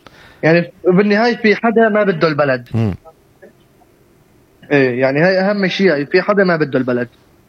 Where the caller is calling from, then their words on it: Aleppo, Aleppo Governorate, Syria; أنا من حلب.